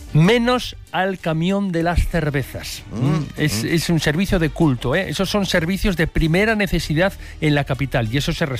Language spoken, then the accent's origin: Spanish; Santander, Cantabria, Spain; now in Madrid, Spain; los papardos, eso nos llaman en Santander, ¿eh? Y yo, como soy de allí, me lo autollamo cada vez que voy, ¿eh? Porque pero los madrileños y madrileñas, que después de 30 años, algo madrileño que sí que debo ser